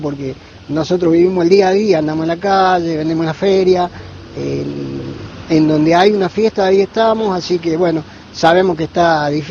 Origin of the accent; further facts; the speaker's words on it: Argentina; Nosotros somos argentinos y somos del barro y sabemos gambetearla bien.